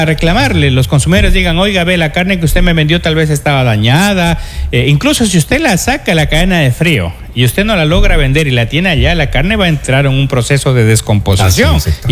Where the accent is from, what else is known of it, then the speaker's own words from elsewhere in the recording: Ecuador; eso es nuestra idiosincrasia como ecuatorianos.